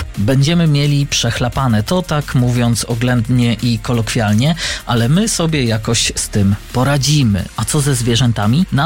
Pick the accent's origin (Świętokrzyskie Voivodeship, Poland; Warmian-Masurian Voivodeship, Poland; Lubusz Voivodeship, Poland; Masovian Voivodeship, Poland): Masovian Voivodeship, Poland; Kadzidło; Kadzidło to kurpie, to tak tylko lekko sprostuję, bo to moje rodzinne strony.